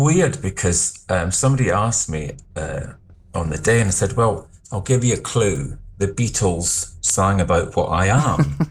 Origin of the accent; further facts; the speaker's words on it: Scotland, United Kingdom; I'm Scottish